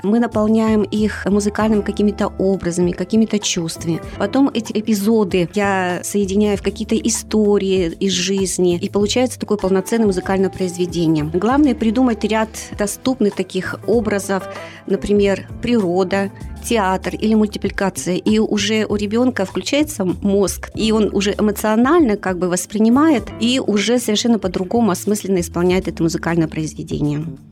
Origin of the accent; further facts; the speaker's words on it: Kopeysk, Chelyabinsk Oblast, Russia; born there; я сама родилась в Копейске, и я здесь живу и творю